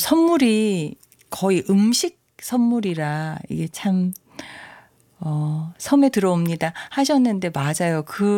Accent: Chuncheon, Gangwon, South Korea; 제가 이제 고향이 강원도 춘천인데

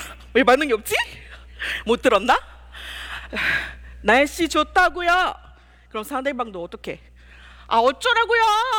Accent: Malaysia; Korean is a second language; 저는 말레이시아에서 왔어요

